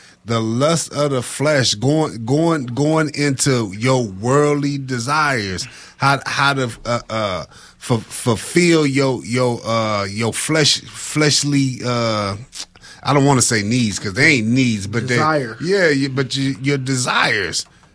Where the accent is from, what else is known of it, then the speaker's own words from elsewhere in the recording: Detroit, Michigan, United States; moved away; I'm from Detroit. And every now and then I go back.